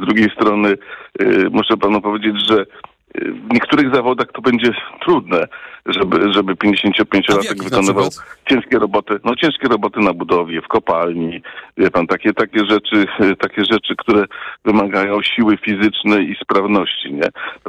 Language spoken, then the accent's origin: Polish; Canada; Ja mam doświadczenie, ponieważ jestem Kanadyjczykiem i wiem, że ten system można bardzo mądrze regulować imigracją, tak?